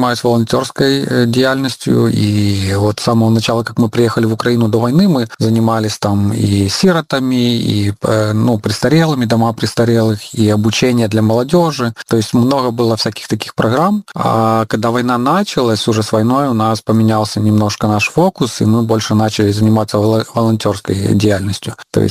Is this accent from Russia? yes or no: no; Belarus; now in Ukraine; но я белорус